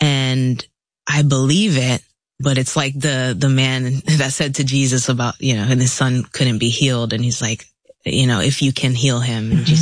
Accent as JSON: {"language": "English", "town": "Orlando", "region": "Florida", "country": "United States", "tie": "born or raised there", "also_born_or_lived": "Philippines", "said": "I was born in the Philippines, like I said, but raised here in Orlando, not too far from here."}